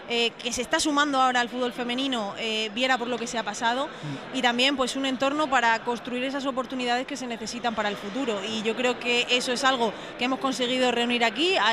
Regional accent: Villanueva de la Serena, Extremadura, Spain; yo soy de Extremadura, soy de Villanueva de la Serena

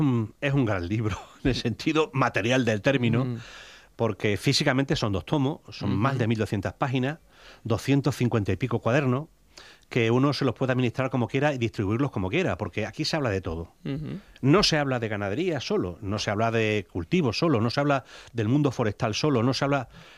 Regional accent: Extremadura, Spain

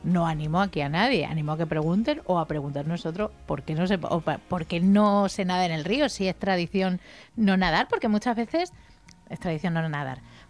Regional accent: Moraleja, Extremadura, Spain; now in Mérida, Spain; yo que soy de Moraleja

